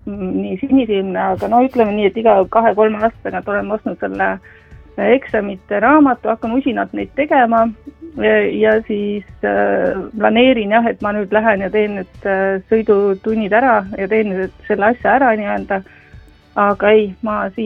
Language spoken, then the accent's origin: Estonian; Tartu, Tartu County, Estonia; ja Tartust.